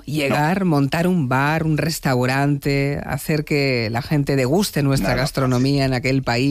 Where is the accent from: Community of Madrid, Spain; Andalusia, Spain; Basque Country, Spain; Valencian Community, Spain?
Valencian Community, Spain; Alicante; Yo soy de Alicante también, Pablo.